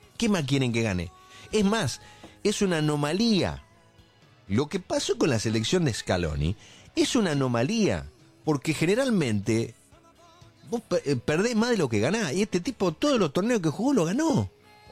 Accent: Argentina; Sí, más siendo argentino.

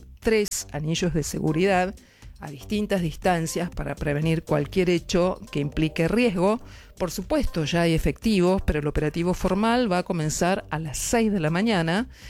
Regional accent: Monte Grande, Buenos Aires Province, Argentina; Yo nací acá en Capital, pero me crié en Monte Grande.

